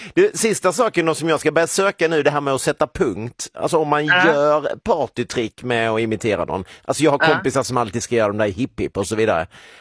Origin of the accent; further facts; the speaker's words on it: Skåne, Sweden; jag som skåning låter på ett sätt